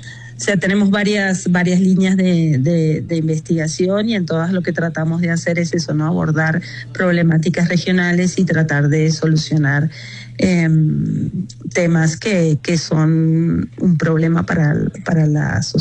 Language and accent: Spanish; Argentina; accent: Argentine; now in Colombia; Sí, claro. Soy argentina, pero hace 20 años que trabajo aquí en la Universidad Antonio y Nariño, aquí en Colombia.